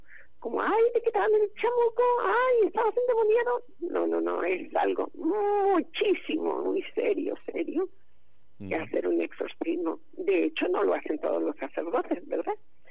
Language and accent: Spanish; Tijuana, Baja California, Mexico; somos millonarios los tijuanenses.